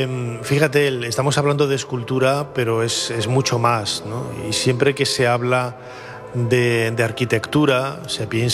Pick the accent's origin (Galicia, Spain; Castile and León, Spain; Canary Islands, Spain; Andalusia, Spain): Castile and León, Spain; Valladolid; Es que yo crecí en Valladolid y lo conozco muy bien.